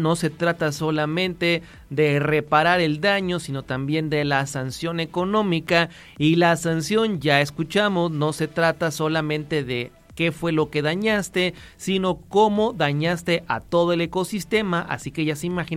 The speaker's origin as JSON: {"language": "Spanish", "country": "Mexico", "said": "Seguramente que no, porque así somos los mexicanos, no somos de guardar factura"}